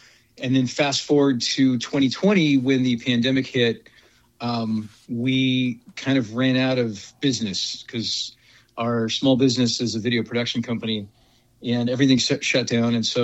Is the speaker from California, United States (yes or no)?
no; Portland, Oregon, United States; I grew up here in the Portland area.